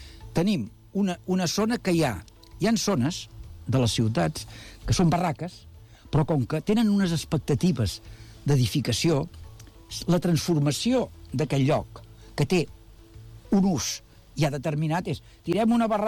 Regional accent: Badalona, Catalonia, Spain

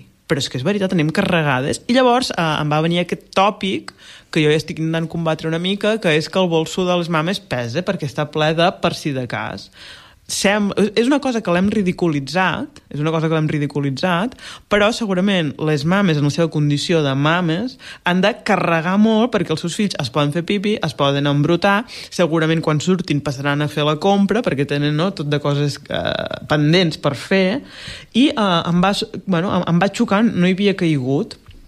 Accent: Blancafort, Catalonia, Spain; a Blancafort, al meu poble

